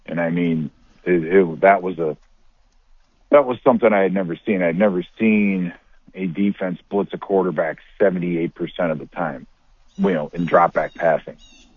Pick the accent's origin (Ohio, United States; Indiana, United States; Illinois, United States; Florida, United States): Illinois, United States; Chicago; moved away as an adult; It's growing up in Chicago and then getting drafted and moving up here.